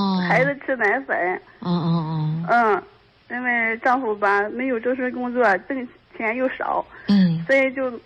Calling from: Dezhou, Shandong, China; 我是山东德州的祥康人。

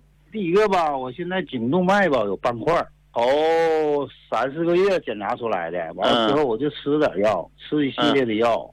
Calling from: Shenyang, Liaoning, China; 我家住沈阳，沈阳。

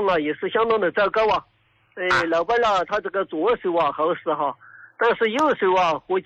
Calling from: Chongqing, China; 我是重庆的一个听众

